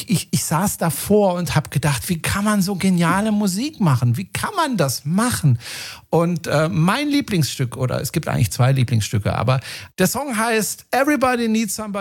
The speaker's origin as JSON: {"language": "German", "town": "Freiburg", "region": "Baden-Württemberg", "country": "Germany", "said": "Ja, ich komme ja aus Freiburg"}